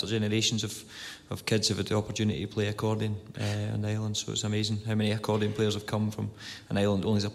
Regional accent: Tiree, Scotland, United Kingdom; Growing up in Tyree with a tutor called Gordon Connell, who's still teaching to this day for free, given all his time.

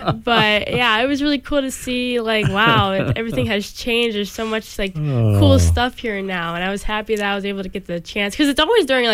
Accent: United States; I'm from Wood County.

